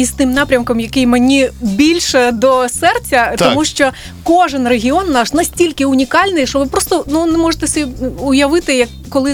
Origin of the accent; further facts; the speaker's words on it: Mykolaiv Oblast, Ukraine; До речі, Гранд Каньйон є на моїй рідній Миколаївщині. Да. І я родом фактично із Гранд Каньйону українського.